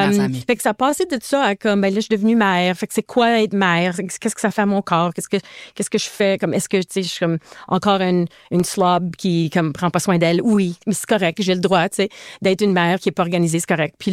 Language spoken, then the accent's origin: French; Manitoba, Canada; accent: Franco-Manitoban; c'était des francophones manitobains qui le disaient dans notre accent.